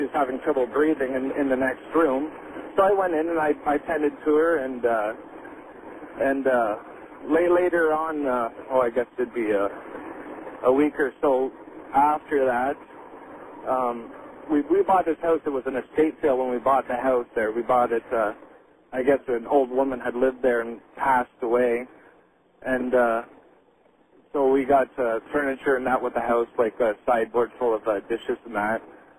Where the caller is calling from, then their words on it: Kingston, Ontario, Canada; I'm calling you from Kingston, Ontario, Canada.